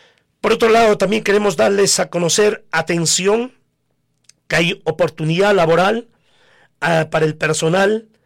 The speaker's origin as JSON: {"language": "Spanish", "town": "Coracora", "region": "Ayacucho", "country": "Peru"}